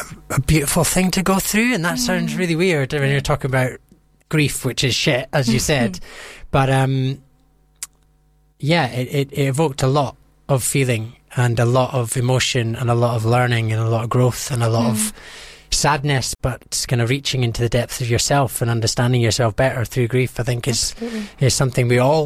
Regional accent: Scotland, United Kingdom; And she was from New York. I'm from Scotland.

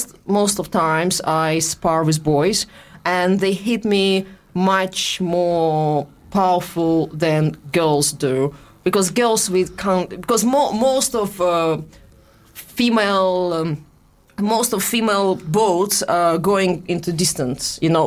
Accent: Russia; accent: Russian; I think it's my Russian accent, because truly when I sing...

